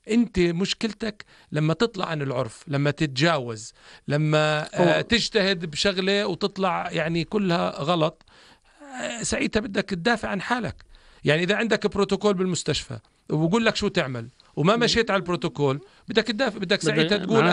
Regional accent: Jordan; عندنا بالأردن

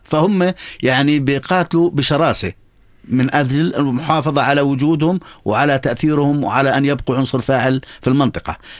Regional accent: Jordan

